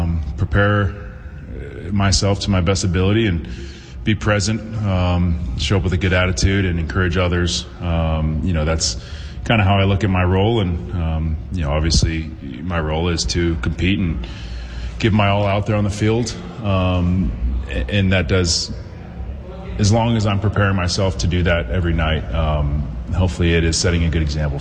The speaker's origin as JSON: {"language": "English", "town": "San Diego", "region": "California", "country": "United States", "tie": "born or raised there", "said": "my hometown, San Diego"}